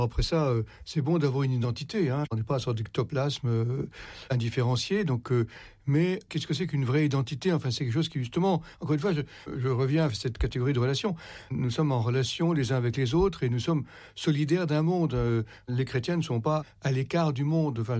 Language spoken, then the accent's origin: French; France; Qu'on soit patriote, parce que bon, on est français, donc on est solidaire de la France